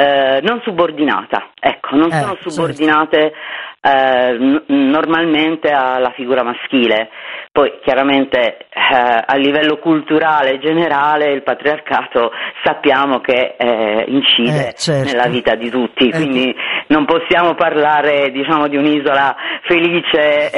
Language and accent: Italian; Sardinia, Italy; Io sono arrivata 6 anni fa, non sono nativa di questi luoghi, sono sarda ma non sono di Bonorva, non sono del Meiogu, e il mio primo obiettivo è stato quello di integrarmi